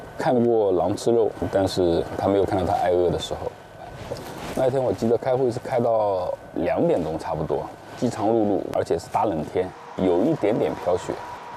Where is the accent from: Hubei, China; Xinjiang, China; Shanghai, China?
Shanghai, China; 我们上海人叫面浇头嘛，这里的人叫面码子